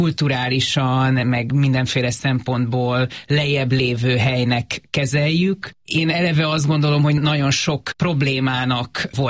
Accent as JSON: {"language": "Hungarian", "town": "Pécs", "region": "Baranya", "country": "Hungary", "tie": "born or raised there"}